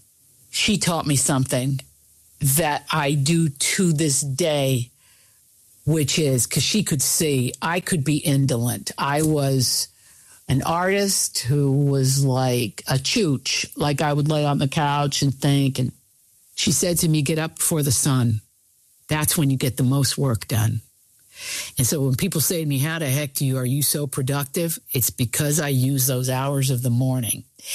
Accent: Appalachia, United States; I'm from Appalachia. Some of my best friends there have different politics from me.

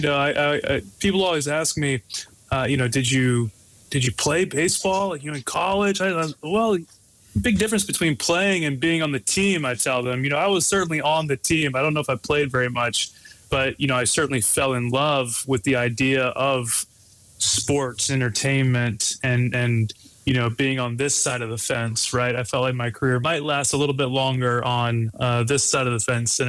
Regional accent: North Carolina, United States; also born or lived in Florida; as many who grew up in the Southeast, so I grew up in Florida and then North Carolina

